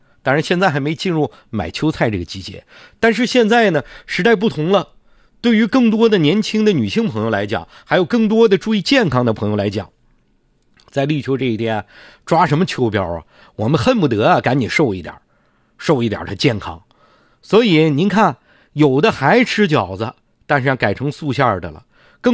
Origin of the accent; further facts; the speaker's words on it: Harbin, Heilongjiang, China; 所以这一周对于我们哈尔滨人呢